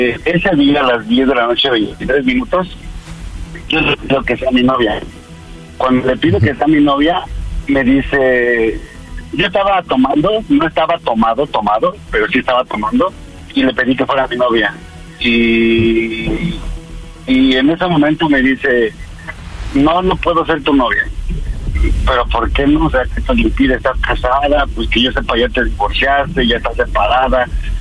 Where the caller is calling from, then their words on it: Tlalnepantla, State of Mexico, Mexico; 42 años, soy de Tlalnepantla.